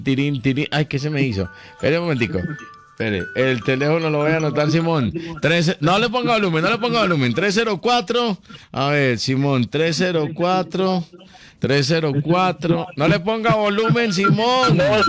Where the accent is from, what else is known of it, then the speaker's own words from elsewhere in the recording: Antioquia, Colombia; Así hablamos los paisas